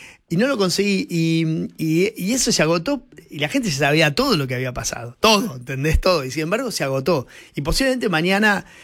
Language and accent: Spanish; La Pampa, Argentina; yo soy de La Pampa, de una familia de clase media y demás, y como que siempre crecí pensando en que iba a ser periodista